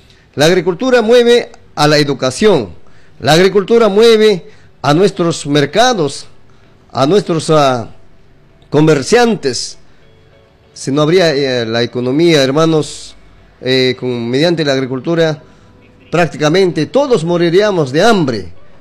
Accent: Pichanaqui, Junín, Peru; como para mi persona que soy agricultor, que vivo en campo. Por ejemplo, yo soy de Villa Santa María.

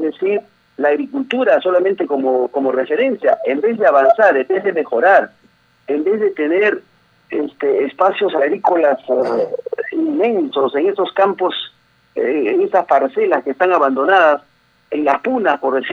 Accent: Ancash, Peru; mi pueblo, a mi distrito, y quizás lograr ser el distrito modelo en la región Ancash

